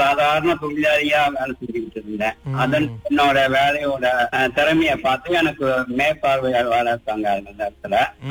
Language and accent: Tamil; Port Dickson, Negeri Sembilan, Malaysia; now in Seremban, Malaysia; என்னோட வயது வந்து இப்போது 68. இப்ப நான் பிறந்து வளர்ந்து எல்லாம் வந்து நெகிரி செம்பிலான் போட்டிக்ஸன் மாவட்டத்துல தெங்காங் தோட்டம். பொதுவாக தெங்காங் தோட்டம்னா அந்த காலத்துல போட்டிக்ஸன் வட்டாரத்துல ஒரு பிரபலமான ஒரு தோட்டம்.